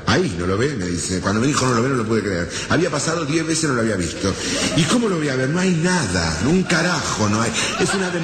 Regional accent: Argentina; lo boludo que somos los argentinos.

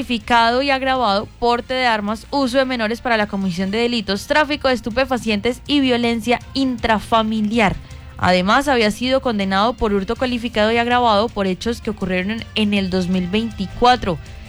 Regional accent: Colombia; que nos represente a nosotros como colombianos

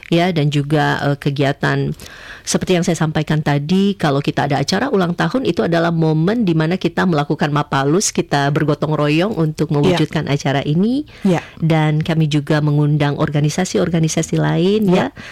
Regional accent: North Sulawesi, Indonesia; jadi bukan hanya kita sebagai warga Kawanua, Torang Samua Basudara, tetapi sebagai satu bangsa Indonesia

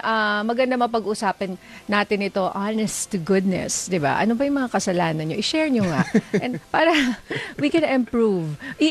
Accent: Ilocos Region, Philippines; ang alam ko po ay Norte, Ilocana ako. Baka naman sabihin nila, bias ako. Eh kasi doon ako eh.

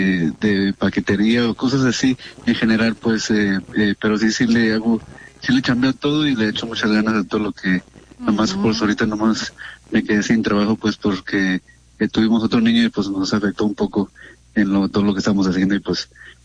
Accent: Jalisco, Mexico; now in Santa Ana, United States; Yo soy de aquí, de Santana, pero yo soy de Jalisco.

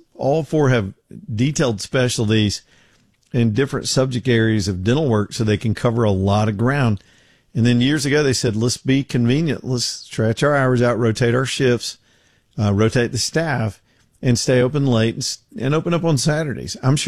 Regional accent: Birmingham, Alabama, United States; I'm from Birmingham.

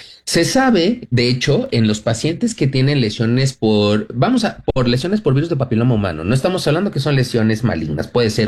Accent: Mexico; yo soy mexicano

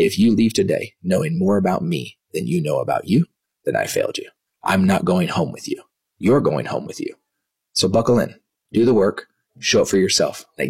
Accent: Dallas, Texas, United States; born or raised there; also born or lived in Kansas

